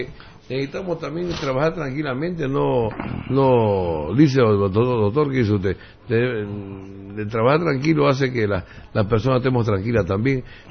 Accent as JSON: {"language": "Spanish", "region": "Santa Cruz", "country": "Bolivia", "said": "como cruceño, como periodista"}